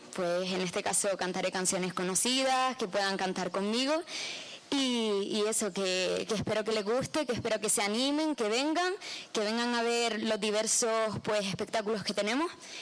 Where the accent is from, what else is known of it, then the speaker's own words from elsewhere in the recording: Canary Islands, Spain; me enorgullece como canaria ver que nuestra tierra